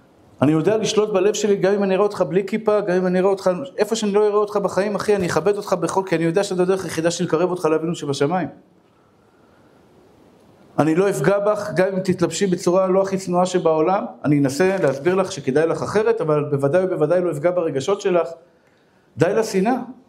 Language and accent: Hebrew; Bnei Brak, Tel Aviv District, Israel; אני דוס מבני ברק, אני חרדי. אני לפחות נראה כמו חרדי. אני לא חרדי, אני יהודי דתי, שומר תורה מצוות, אני לא חרדי.